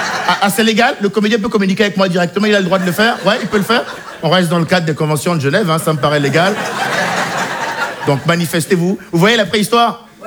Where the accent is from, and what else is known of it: Benin; born or raised there